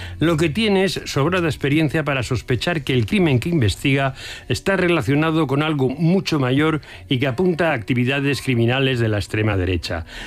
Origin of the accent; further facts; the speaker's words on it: Madrid, Community of Madrid, Spain; Estoy conmovido por Can Mosqués. Y eso que soy de Cuatro Caminos.